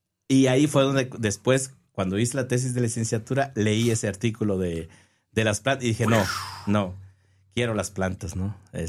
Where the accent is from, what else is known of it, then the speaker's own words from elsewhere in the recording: Tierra Caliente, Mexico; moved away; ahí en Tierra Caliente, ¿no? Siempre pensando en, pues, siempre en mi pueblo, ¿no? En mi región.